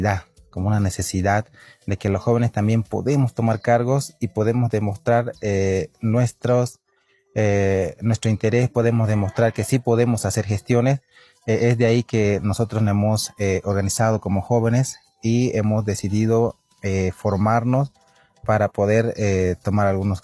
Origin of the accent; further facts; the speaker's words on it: Villamontes, Tarija, Bolivia; vengo de Villamontes, del departamento de Tarija de Bolivia.